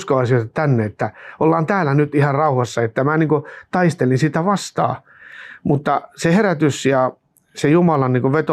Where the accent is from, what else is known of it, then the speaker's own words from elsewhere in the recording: Jyväskylä, Central Finland, Finland; ja olen Jyväskylästä kotoisin, mutta olen täällä töissä tällä hetkellä.